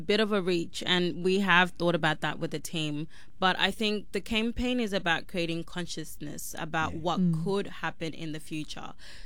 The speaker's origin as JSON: {"language": "English", "town": "Cairns", "region": "Queensland", "country": "Australia", "said": "as someone who has been living in Queensland for like 10 plus years, even, in rural, I was like from Cairns, like there wasn't really much of that."}